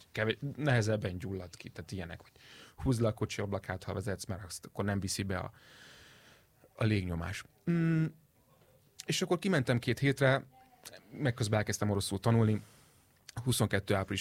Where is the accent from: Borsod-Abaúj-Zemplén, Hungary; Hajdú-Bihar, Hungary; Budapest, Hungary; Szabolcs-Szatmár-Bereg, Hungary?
Hajdú-Bihar, Hungary; Debrecen; born there; Képzeld el, hogy egyébként Debrecenben, ahol én születtem és ahol elkezdtem jégkorongozni